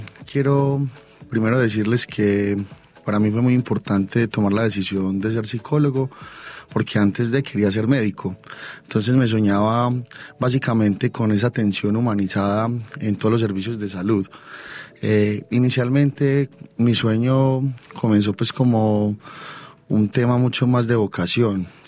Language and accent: Spanish; La Estrella, Antioquia, Colombia; also born or lived in El Peñol, Antioquia; Realmente yo vengo de La Estrella, es un municipio en el cual yo no nací, pero llevo más aproximadamente 26 años, desde los 6 años estoy allí. Mis padres y yo fuimos desplazados por la violencia del municipio del Peñol, llegamos más o menos en el 2000-2001